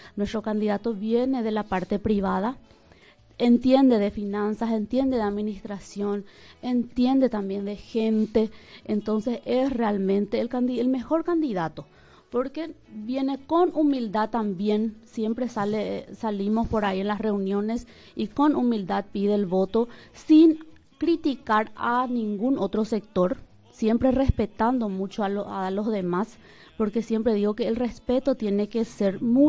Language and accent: Spanish; Pedro Juan Caballero, Amambay, Paraguay; soy hija de Pedro Juan Caballero, nacida, criada y formada acá en Pedro Juan Caballero.